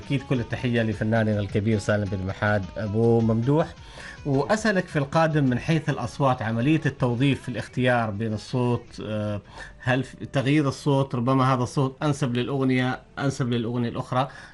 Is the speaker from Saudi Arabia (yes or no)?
no; Oman; موروثنا العماني